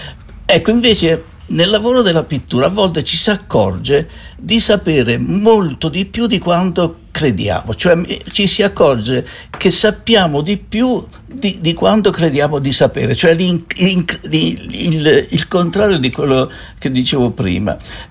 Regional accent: Marche, Italy; born there; questa lingua, avendo un'origine nativa, un'origine della mia terra dove sono nato, quindi delle Marche, è una lingua che conserva quell'accento, conserva quella cadenza dialettale.

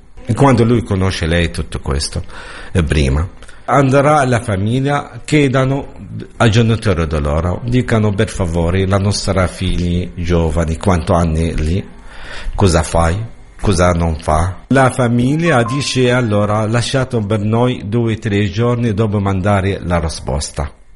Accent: Jabalia, Gaza Strip, Palestine; Italian is a second language; moved away as an adult; now in Italy; io vengo di Gaza, proprio di nord di Gaza, campo di Jabalia, sono 49 anni.

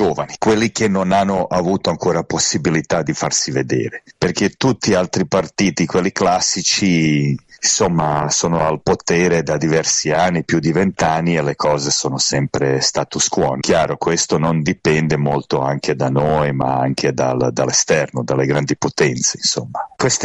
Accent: Sarajevo, Federation of Bosnia and Herzegovina, Bosnia & Herzegovina; Io sono di Sarajevo

